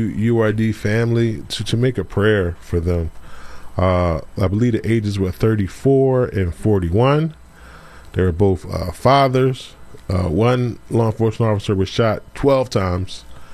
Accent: Philadelphia, Pennsylvania, United States; I'm from, born and raised in West Philadelphia

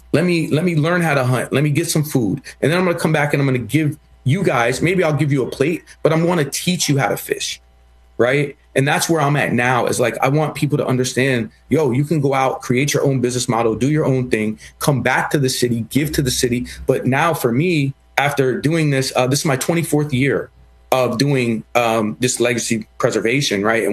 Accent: Philadelphia, Pennsylvania, United States; I'm from Philly

